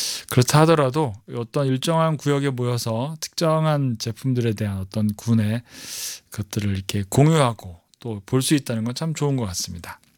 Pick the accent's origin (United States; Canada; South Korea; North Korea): South Korea; Seoul; 제가 옛날에 어렸을 때 서울의 한가운데 살았거든요. 종로에 살았는데, 동대문에 가면 문구거리가 있어요.